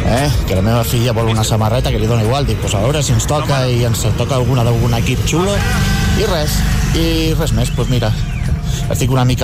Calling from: Badalona, Catalonia, Spain; de Badalona.

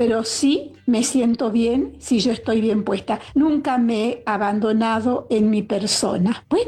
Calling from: Jujuy, Argentina

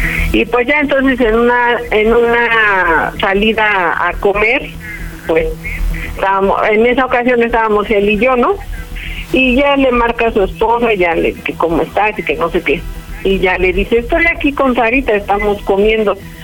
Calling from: Atenco, State of Mexico, Mexico; Tengo 42 años y soy de Atenco, Estado de México.

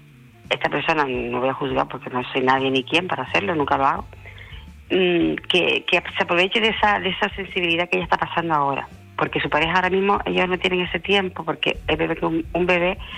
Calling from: Canary Islands, Spain; Soy de Gran Canaria

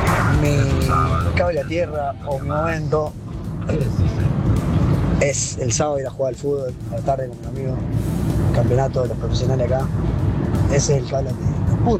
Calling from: Mendoza, Argentina; Soy de Mendoza.

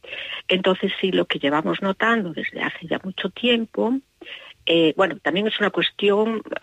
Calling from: Pontevedra, Galicia, Spain; de Pontevedra.

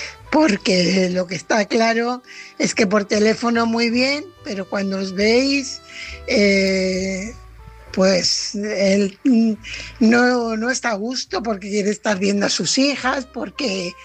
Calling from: Fuenlabrada, Community of Madrid, Spain; corresponsal de Fuenlabrada.

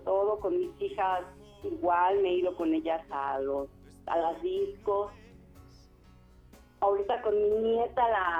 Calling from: Dolores Hidalgo, Guanajuato, Mexico; yo radico aquí en Dolores Hidalgo, Guanajuato.

